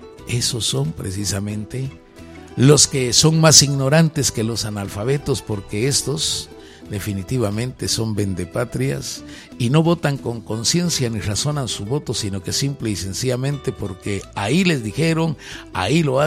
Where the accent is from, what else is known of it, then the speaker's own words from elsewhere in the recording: Guatemala; así somos los guatemaltecos